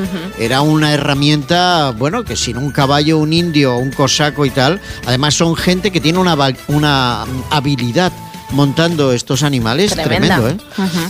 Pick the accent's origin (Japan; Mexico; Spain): Spain; Catalonia; Bueno, ¿qué vamos a hacer? Yo es que soy catalán.